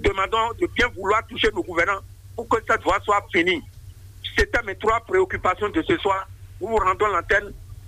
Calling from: Porto-Novo, Ouémé, Benin; je vous appelle depuis Vouledate, Porte-Nouveau.

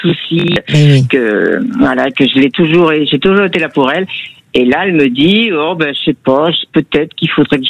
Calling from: Auvergne-Rhône-Alpes, France; Je suis du Rhône.

